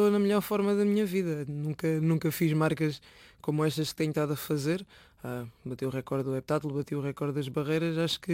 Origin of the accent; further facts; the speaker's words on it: Lisbon, Portugal; born there; As raízes portuguesas vêm muito diretamente da parte do pai. Pronto, eu nasci cá, nasci em Lisboa. Mas tenho muito mais contacto com o lado africano, porque eu cresci sempre só com a minha mãe, entre os meus familiares africanos